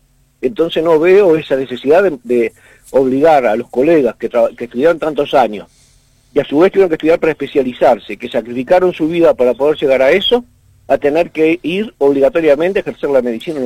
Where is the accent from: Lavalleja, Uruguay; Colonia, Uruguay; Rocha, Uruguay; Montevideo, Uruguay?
Montevideo, Uruguay; Yo me crié y viví en el Hipódromo de Maronia, y cuando me recibí, y como quería ser médico generalista, me fui a trabajar a mi barrio.